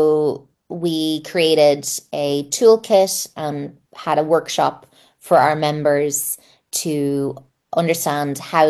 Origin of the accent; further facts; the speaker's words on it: Ireland; as an Irish person